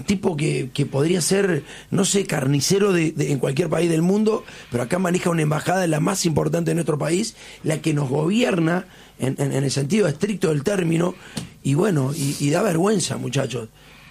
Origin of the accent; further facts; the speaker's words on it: Argentina; a mí también me lastima como argentino